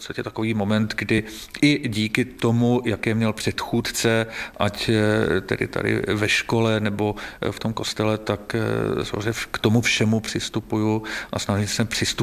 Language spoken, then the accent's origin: Czech; Opava, Moravian-Silesian Region, Czechia; nejsem ani přímo z Ostravy, ani z toho Lašska, ale pocházím z Opavy.